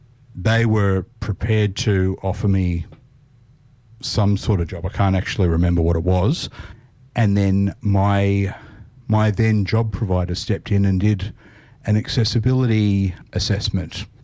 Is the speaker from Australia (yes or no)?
yes; Sydney, New South Wales, Australia; also born or lived in Hong Kong; now in Melrose Park, Australia; I grew up in Gladesville. Mm-hmm. Lived in the same house for the first 13 years of my life. Then I lived in Hong Kong for 3 years.